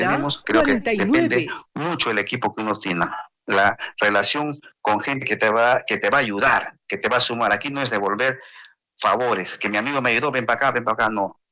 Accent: Atico, Arequipa, Peru

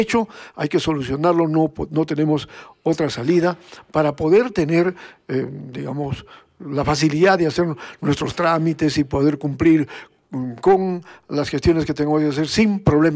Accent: Peru; este nuestro deber cívico como peruanos

